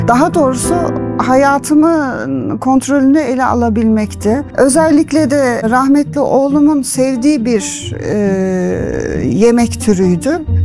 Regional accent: Kayseri, Turkey; born there; 1976 Kayseri doğumluyum.

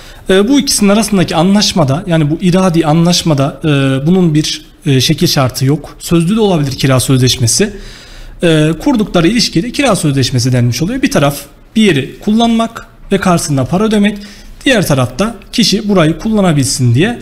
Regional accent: Talas, Kayseri, Turkey; also born or lived in Istanbul; Kayseri Talaslıyım. 1997 doğumluyum. İlk orta ve lise öğrenimimi Kayseri'de tamamladım. Daha sonra üniversite için İstanbul'a gittim.

